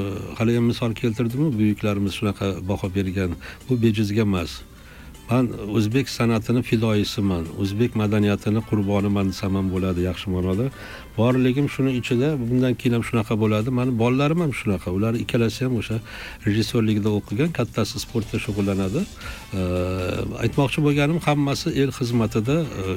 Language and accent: Uzbek; Fergana, Fergana Region, Uzbekistan; born there; Men hali diqqat bilan eshitgan bo'lsangiz, Farg'ona shahrida tug'ilganman. Shuning uchun kindik qoni to'kilgan joy bu vatan hisoblanadi. Meni vatanim O'zbekiston.